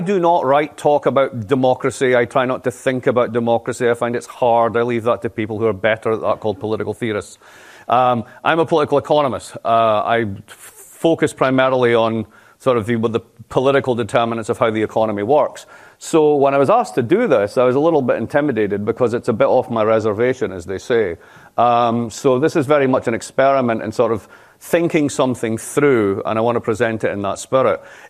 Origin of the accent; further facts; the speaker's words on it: Dundee, Scotland, United Kingdom; moved away as an adult; also born or lived in Glasgow; I grew up in Dundee in Scotland.